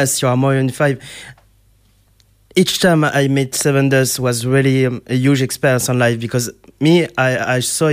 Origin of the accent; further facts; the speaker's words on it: France; English is a second language; it's really cool to come in France, finally. So it's really cool. Thank you so much for coming to my country.